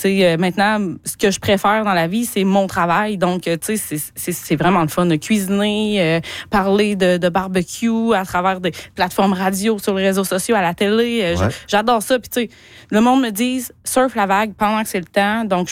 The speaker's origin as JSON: {"language": "French", "region": "Quebec", "country": "Canada", "moved": "yes", "lives_now": "Sainte-Croix, Canada", "said": "T'sais, moi, j'ai cuisiné de la viande sauvage toute ma vie, vu que je viens de l'Abitibi, en fait."}